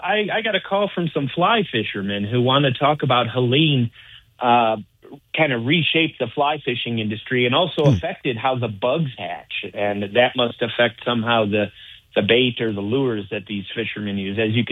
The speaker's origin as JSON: {"language": "English", "region": "Midwest", "country": "United States", "moved": "yes", "lives_now": "Western North Carolina, United States", "said": "I'm from the Midwest"}